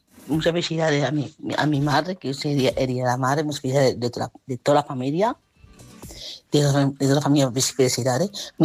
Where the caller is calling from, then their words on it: Terrassa, Catalonia, Spain; de Terrassa.